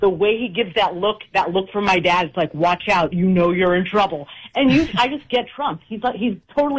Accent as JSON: {"language": "English", "region": "Michigan", "country": "United States", "tie": "born there", "also_born_or_lived": "Florida", "said": "No, I was born in Michigan and then established down in Florida, but I'm first generation born here."}